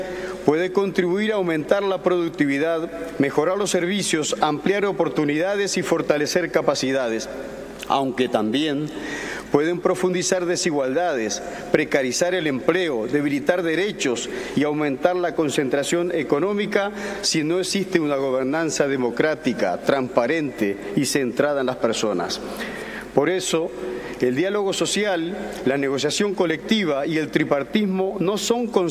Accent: Uruguay; Vengo de Uruguay, un país donde las libertades sindicales se ejercen plenamente

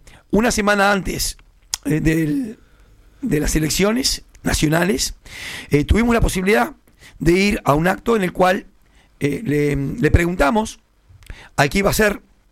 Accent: Uruguay; como decimos los uruguayos

